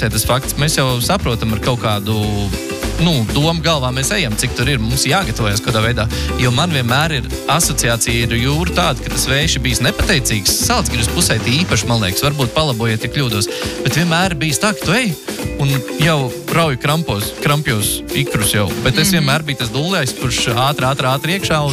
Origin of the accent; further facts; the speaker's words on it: Pāle, Limbaži Municipality, Latvia; Es no Pāles!